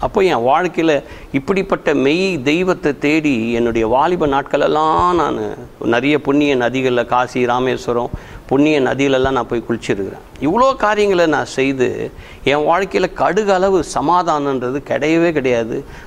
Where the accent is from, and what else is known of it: Mylapore, Tamil Nadu, India; born or raised there